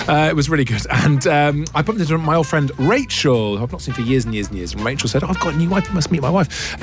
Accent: Monmouth, Wales, United Kingdom; now in London, United Kingdom; I'm from Monmouth, really small town in South Wales.

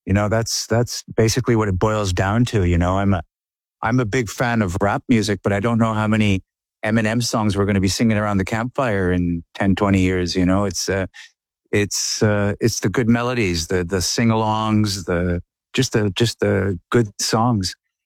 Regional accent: Montreal, Quebec, Canada; now in United States; Well, my mother was a classical voice teacher at McGill University in Montreal, where I grew up.

